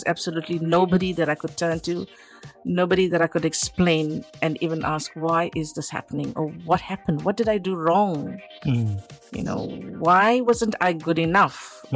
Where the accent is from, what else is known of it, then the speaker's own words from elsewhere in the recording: South Africa; born there; And I'm an Indian, born in South Africa, lived in South Africa, knew nothing about the Indian culture